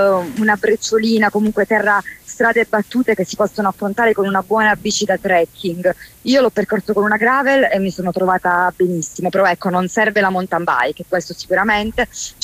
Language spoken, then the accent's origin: Italian; Foggia, Apulia, Italy; io sono nata e cresciuta a Foggia